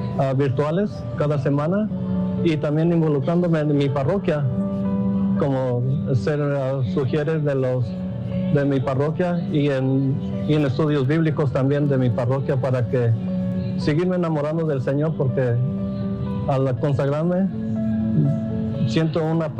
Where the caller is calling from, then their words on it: Santa Maria, California, United States; yo soy de Santa María, California, de la radio 91.5.